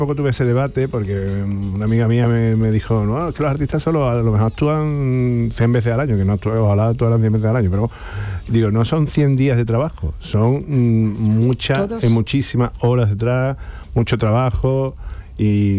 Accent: Utrera, Andalusia, Spain; el despacho lo tengo en Sevilla, pero soy de Utrera. Y nació en Utrera y orgulloso de Utrera con muchas raíces, ¿no?

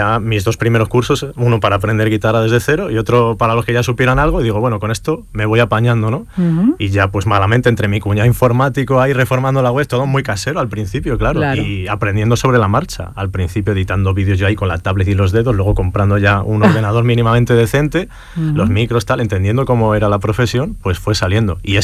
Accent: Salamanca, Castile and León, Spain; now in El Portil, Spain; Yo vengo de Salamanca, sí.

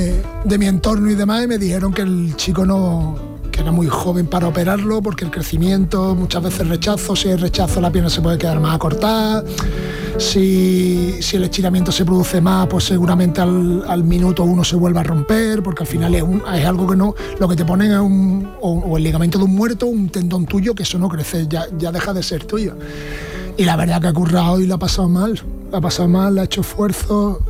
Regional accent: Algeciras, Andalusia, Spain; soy de Algeciras.

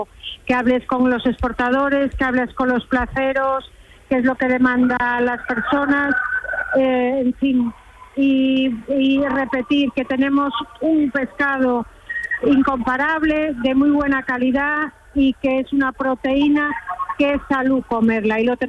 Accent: Marín, Galicia, Spain; yo soy de Marín, de Galicia

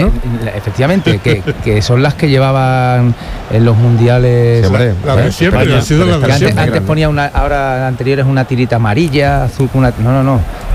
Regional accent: Spain; Y yo como español, a mí no me gustaría en absoluto que el seleccionador nacional no fuera un tío español

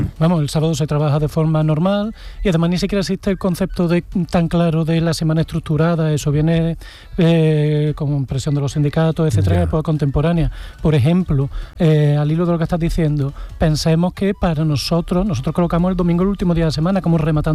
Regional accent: Cádiz, Andalusia, Spain; yo soy de Cádiz

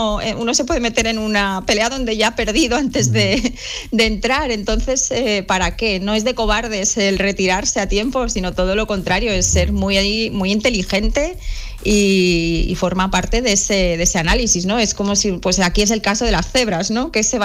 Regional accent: Spain; Yo soy del Pirineo y el bosque me acompaña en muchísimos libros

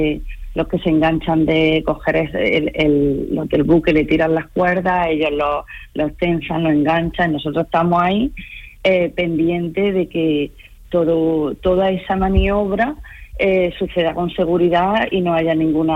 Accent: Linares, Andalusia, Spain; now in Almería, Spain

